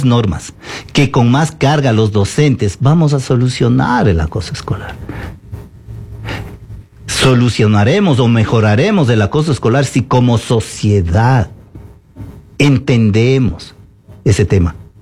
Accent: Ecuador

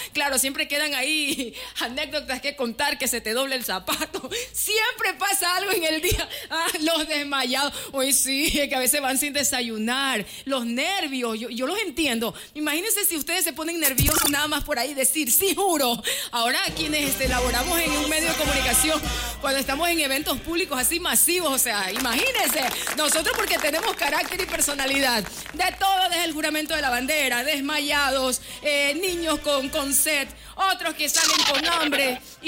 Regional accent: Ecuador; born there; decir que nací en Ecuador.

